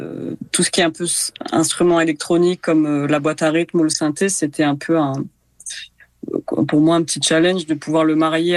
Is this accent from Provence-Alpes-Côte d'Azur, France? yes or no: yes; Ramatuelle, Provence-Alpes-Côte d'Azur, France; En fait, j'ai un lien assez fort avec Ramatuelle, donc là où j'ai grandi, parce que toute ma famille est là.